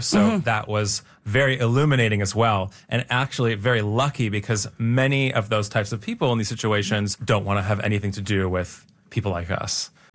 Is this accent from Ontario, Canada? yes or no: yes; Toronto, Ontario, Canada; also born or lived in Bridgeport, Connecticut, United States; I was born in Bridgeport, Connecticut, which was near New York City, where most of the you know, the half-siblings, the Diblings, the donor siblings originated. But one of them, amazingly, was born in Toronto, where I then grew up.